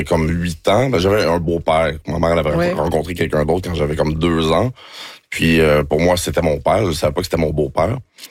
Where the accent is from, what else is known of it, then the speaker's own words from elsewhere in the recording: Montreal, Quebec, Canada; born there; Je suis né à Montréal-Nord, par exemple.